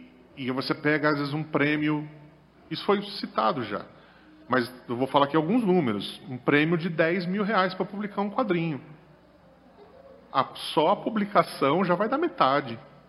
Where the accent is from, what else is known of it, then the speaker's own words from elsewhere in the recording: Praia Grande, São Paulo, Brazil; Lá eu sou de Praia Grande